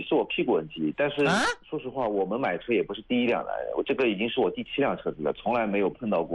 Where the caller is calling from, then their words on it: Wuxi, Jiangsu, China; 我是无锡的。